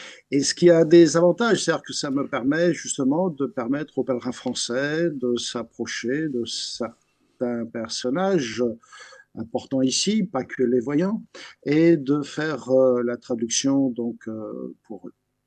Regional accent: France; Je suis né, j'ai grandi en France, mais chaque année, j'allais passer l'été avec ma famille

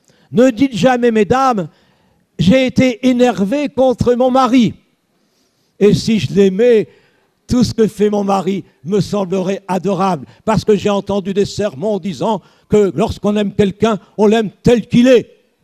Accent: Valenciennes, Hauts-de-France, France; born or raised there

